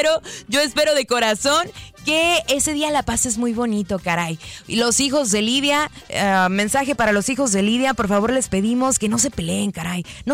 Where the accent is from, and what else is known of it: Mexico